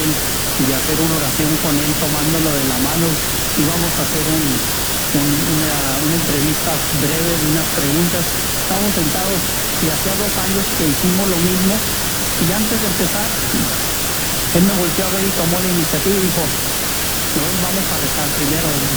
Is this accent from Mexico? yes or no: yes; Mexico; como buen mexicano, bromista, ¿no?